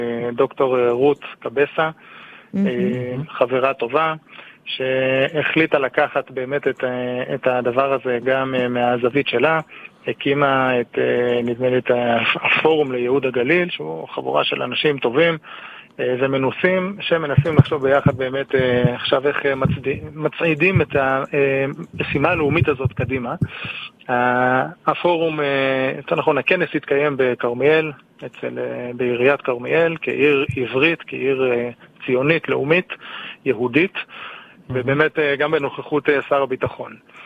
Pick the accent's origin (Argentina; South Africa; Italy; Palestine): Palestine; Ma'ale Adumim, West Bank; now in Israel; אני לא גדלתי כאן בגליל, גדלתי דווקא במעלה אדומים, למדתי בבית אל, אחרי זה בעצמונה, כלומר אני מאזורים של יהודה ושומרון